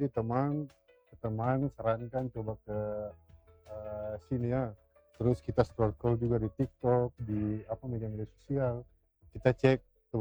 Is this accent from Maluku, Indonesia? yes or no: yes; Ambon, Maluku, Indonesia; Kebetulan saya asli dari Ambon.